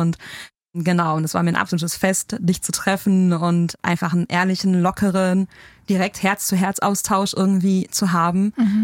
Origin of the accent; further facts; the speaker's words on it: North Rhine-Westphalia, Germany; also born or lived in Hesse; ich bin gebürtige Ruhrgebietlerin, war zwischendurch weg für mein Theologiestudium und bin dann wieder zurückgekommen.